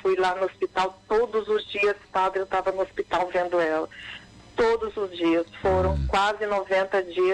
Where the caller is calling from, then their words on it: Guarapari, Espírito Santo, Brazil; Eu falo de Guarapari, no Espírito Santo.